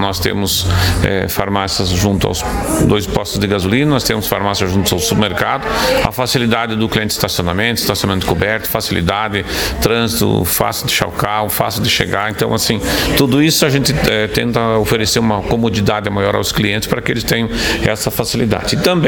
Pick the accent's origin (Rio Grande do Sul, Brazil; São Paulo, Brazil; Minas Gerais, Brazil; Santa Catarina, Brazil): Santa Catarina, Brazil; Videira; Então, a gente é de Videira, nós somos daqui e nada mais justo do que a gente trazer uma farmácia para esta localidade.